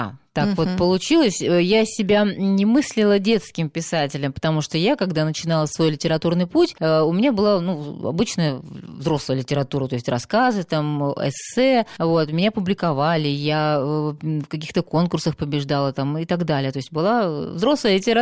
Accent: Far North, Russia; Север, потому что я родилась и выросла на Крайнем Севере, и именно поэтому вот захотелось изложить, скажем так, эту детскую историю, чтобы она находилась на Севере, передать весь колорит.

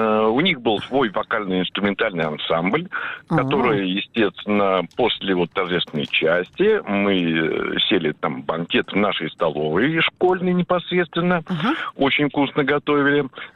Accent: Pskov Oblast, Russia; now in Saint Petersburg, Russia; Выпускной был, правда, не в Санкт-Петербурге, не в Ленинграде, а я как бы из Псковской области.

